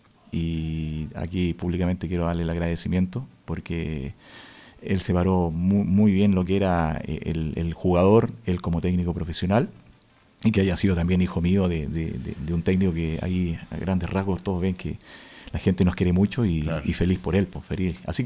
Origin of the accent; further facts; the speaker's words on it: Santiago, Santiago Metropolitan Region, Chile; moved away as an adult; ya nacido y criado en Santiago